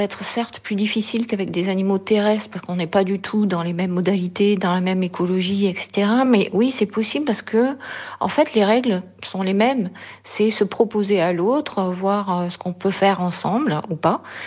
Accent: Southern France, France; accent: southern; moi, j'ai un accent du sud

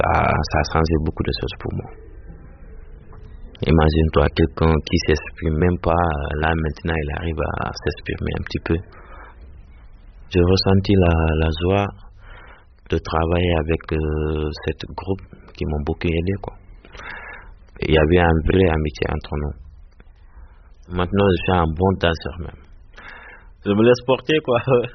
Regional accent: Dakar, Senegal; now in Drancy, France

